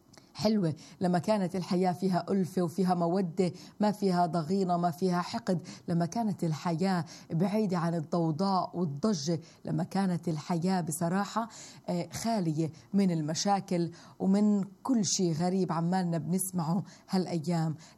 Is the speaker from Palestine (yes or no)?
yes; Palestine